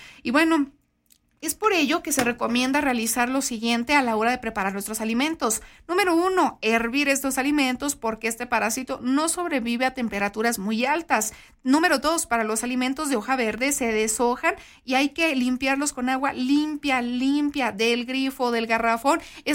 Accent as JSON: {"language": "Spanish", "country": "Mexico", "said": "Nosotros como mexicanos, y ojo, yo creo que todos, algunos países, estamos muy acostumbrados a que si no tenemos tiempo"}